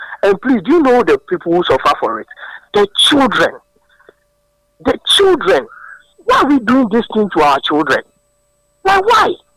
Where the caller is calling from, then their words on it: Tema, Greater Accra, Ghana; Yes, I'm calling from Tema.